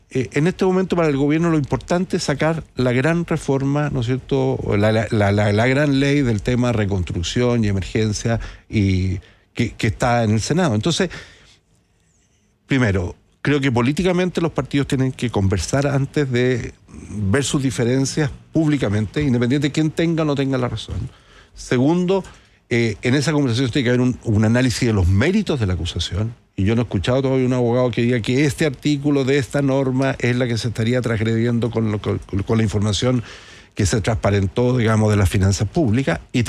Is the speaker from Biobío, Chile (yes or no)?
no; Santiago, Santiago Metropolitan Region, Chile; yo soy de Santiago, pero me tocó visitar mucho las regiones cuando yo era autoridad.